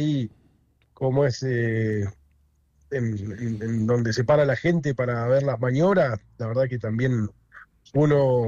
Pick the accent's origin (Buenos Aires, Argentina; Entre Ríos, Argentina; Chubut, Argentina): Chubut, Argentina; Gobernador Costa; Como siempre, mandar un saludo a todo mi pueblo, Gobernador Costa, a toda la gente de Sarmiento